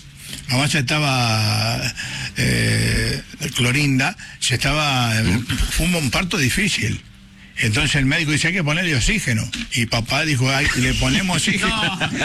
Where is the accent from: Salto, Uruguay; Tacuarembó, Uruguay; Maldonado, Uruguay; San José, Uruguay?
San José, Uruguay; Yo soy de San José, soy Maragato, presidente.